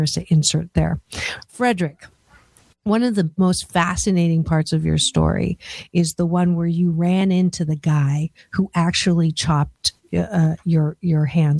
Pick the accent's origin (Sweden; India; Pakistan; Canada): Canada; now in United States; my Canadian version